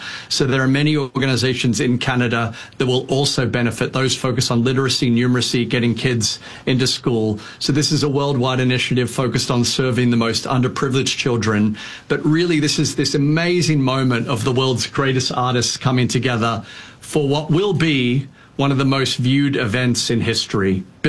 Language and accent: English; Australia; as you can probably hear in my accent, I'm also part of the Commonwealth. I'm Australian.